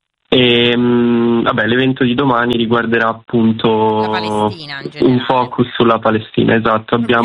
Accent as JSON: {"language": "Italian", "town": "Mariano Comense", "region": "Lombardy", "country": "Italy", "said": "Sono di Mariano, sì."}